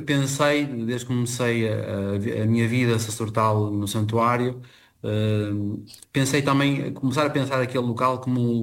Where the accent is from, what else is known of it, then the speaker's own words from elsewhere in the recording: Portugal; eu como músico e como português